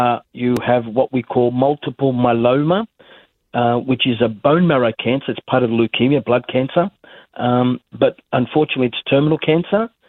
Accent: Newcastle, New South Wales, Australia; now in Sydney, Australia; I was living in Sydney at the time, because I moved from Newcastle and went to come to Sydney here

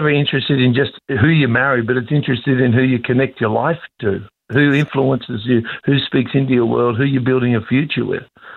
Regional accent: Sydney, New South Wales, Australia; And I remember growing up, my mum would always say to me, growing up in Sydney, if all your mates jumped off the Harbour Bridge, would you?

